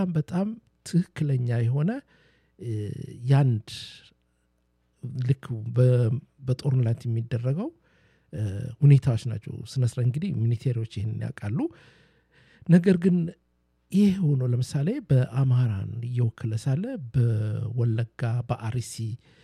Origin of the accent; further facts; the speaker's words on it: Dire Dawa, Ethiopia; አዎ በእርግጥም አማራ ነኝ ግን ንጹህ ኢትዮጵያዊ ነኝ አማራ ሰው ደግሞ ድሬዳዋ ተወልጄ አደኩኝ